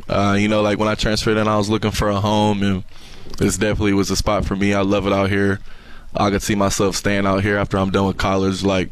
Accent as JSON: {"language": "English", "town": "Milan", "region": "Michigan", "country": "United States", "said": "I'm from Milan, Michigan, right by Ypsilanti, but so I say Ypsilanti, but I went to Milan High School."}